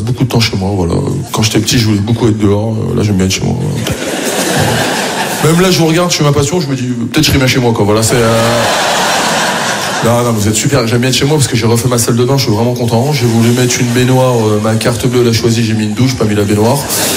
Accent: France; je suis fier de mes origines et je suis fier d'être français, moi aussi. Je suis un bon français. Je suis fier d'être français

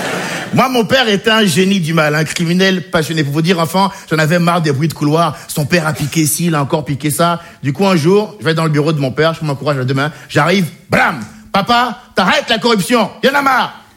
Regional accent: Benin; born or raised there

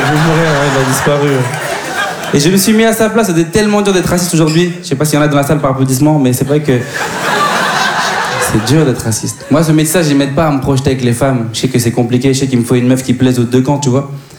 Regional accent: Bordeaux, Nouvelle-Aquitaine, France; now in Paris, France

